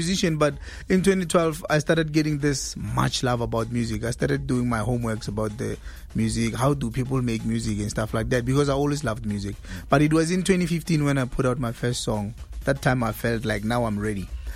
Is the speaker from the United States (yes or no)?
no; South Africa; first language Sepedi; English is a second language; Look, using my mother tongue itself, Sepedi, it's a barrier itself from the get-go.